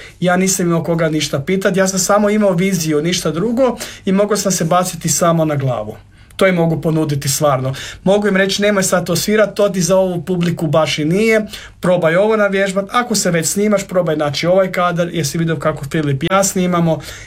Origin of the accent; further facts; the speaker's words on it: Koprivnica, Koprivnica-Križevci County, Croatia; Ja sam rodom iz Podravine, iz Vrnjaka i Koprivnice